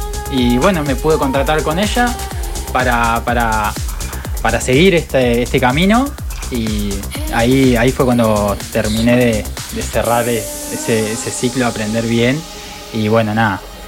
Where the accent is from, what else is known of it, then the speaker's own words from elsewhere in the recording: Chajarí, Entre Ríos, Argentina; moved away as an adult; now in Rosario, Argentina; Yo soy de dónde soy. De Entre Ríos